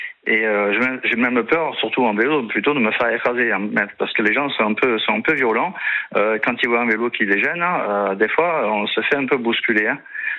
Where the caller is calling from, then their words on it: Nîmes, Occitanie, France; J'habite à Nîmes.